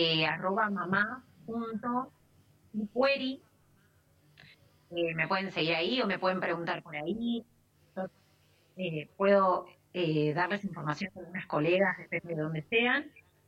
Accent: La Plata, Buenos Aires Province, Argentina; Sí, yo soy de La Plata.

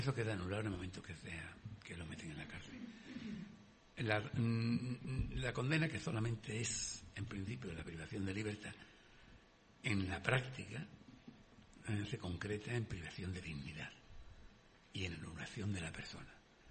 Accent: Jerez, Andalusia, Spain; El chicle, yo soy de Jerez, conozco el chicle, que ha pegado.

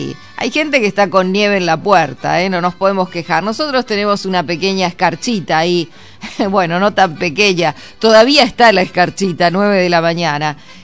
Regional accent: Argentina; Qué lindos que somos los argentinos

